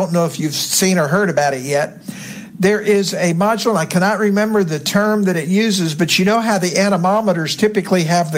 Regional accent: Florida, United States; moved away; I grew up in Florida

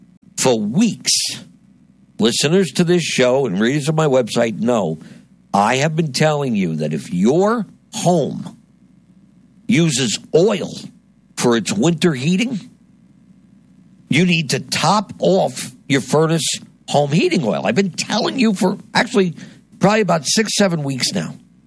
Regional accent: New Jersey, United States; my home state of New Jersey.

